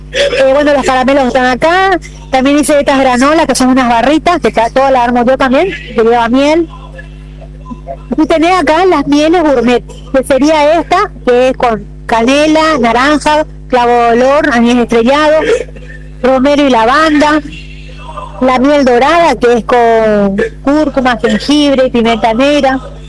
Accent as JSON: {"language": "Spanish", "town": "Cerro Corá", "region": "Misiones", "country": "Argentina", "said": "Sí, bueno, justamente nosotros venimos de Cerro Corá. Venimos siempre una vez al año acá a la Plaza Dulce que nos invitan."}